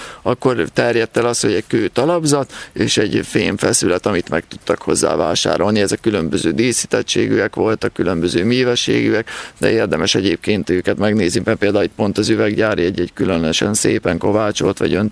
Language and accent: Hungarian; Háromhuta, Borsod-Abaúj-Zemplén, Hungary; also born or lived in Sátoraljaújhely; now in Budapest, Hungary; Hát Sátorújhelyen a kórházban